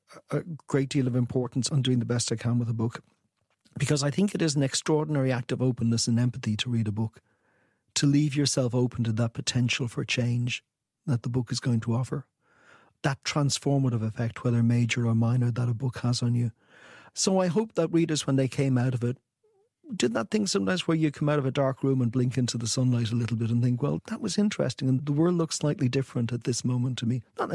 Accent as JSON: {"language": "English", "country": "Ireland", "tie": "born or raised there", "said": "When I was growing up, Ireland was a miserable place. Grew up in the 70s and 80s, and Ireland were dreadful."}